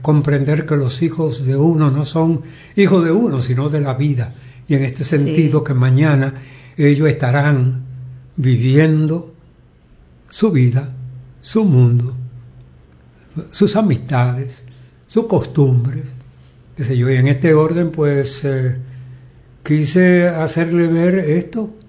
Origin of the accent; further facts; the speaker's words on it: Dominican Republic; Yo soy dominicano. Y la gran mayoría, de los, por no decirlo todo, todos los dominicanos somos alegres